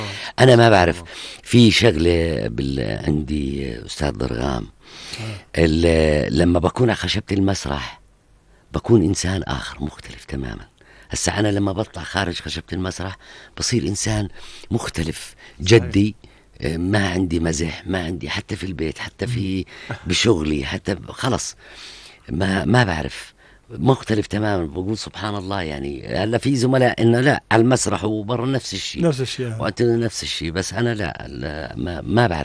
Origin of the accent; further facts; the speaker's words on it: Jordan; accent: Jordanian; انا ما بحكي هاي لهجتي الاردنيه البسيطه